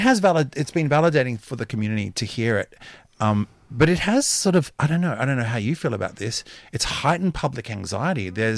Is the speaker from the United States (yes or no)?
no; Botany, New South Wales, Australia; I grew up in Botany, right next to that.